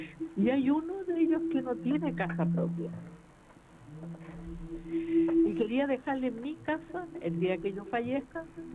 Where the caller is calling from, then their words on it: Valparaíso, Chile; De Valparaíso, Playa Ancha.